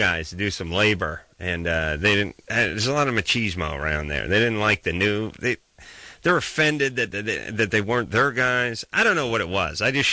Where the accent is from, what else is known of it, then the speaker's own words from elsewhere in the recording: United States; As an American